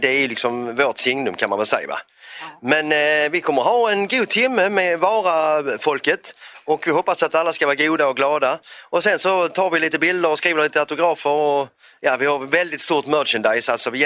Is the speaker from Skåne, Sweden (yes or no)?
yes; Helsingborg, Skåne, Sweden; Vi är från Helsingborg, hela klanen.